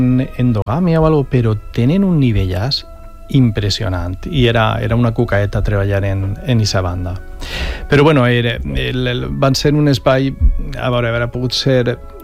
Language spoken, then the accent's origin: Catalan; Borriana, Valencian Community, Spain; Banda, va ser la banda del meu poble.